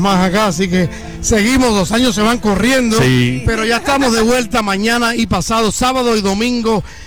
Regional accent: Cuba; Estamos aquí para celebrar nuestra cultura cubana.

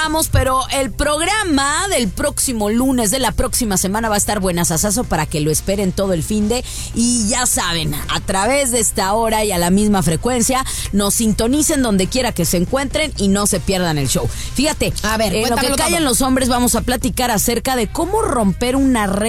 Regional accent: Guadalajara, Jalisco, Mexico; Aquí tienen una cita con estas tapatías.

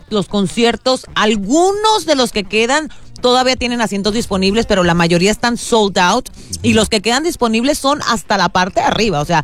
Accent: Mexico; yo como mexicana, o sea, como mexicanos aquí nos sentimos súper orgullosos

